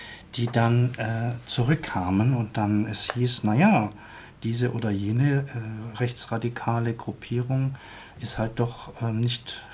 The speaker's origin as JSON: {"language": "German", "country": "Germany", "also_born_or_lived": "France", "said": "ich bin nicht nur Deutscher, ich bin auch Franzose, ich bin Europäer"}